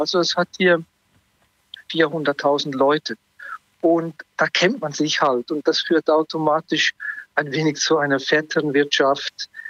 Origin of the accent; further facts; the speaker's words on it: Switzerland; now in Iceland; Aber da merke ich dann so als Schweizer, da ist noch Raum nach oben. Also hier in Island